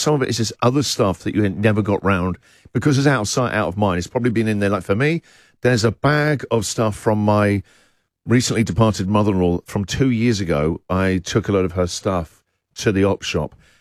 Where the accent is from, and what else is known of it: England, United Kingdom